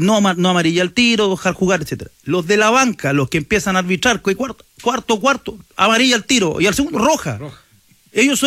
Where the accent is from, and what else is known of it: Chile